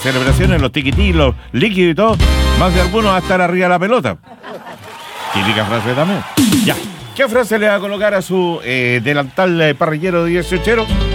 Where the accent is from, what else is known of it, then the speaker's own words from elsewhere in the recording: Chile; como somos los chilenos y las chilenas